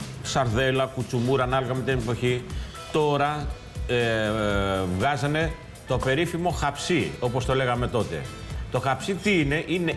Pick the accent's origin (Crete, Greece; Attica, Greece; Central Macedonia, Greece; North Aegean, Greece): North Aegean, Greece; Lesbos; born there; μυτιλινιό λάδι, ποιοτικό, το οποίο εγώ θυμάμαι από μικρός στο χωριό μου να έχουμε 7 ελαιοτριβία